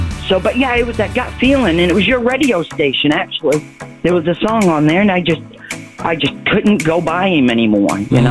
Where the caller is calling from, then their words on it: Panama City, Florida, United States; Panama City, Florida.